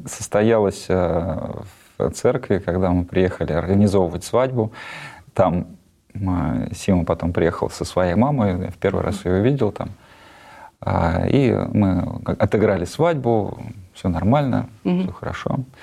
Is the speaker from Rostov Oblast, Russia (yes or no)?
no; Lipetsk, Lipetsk Oblast, Russia; Я родился в Липецке, там учился в школе сначала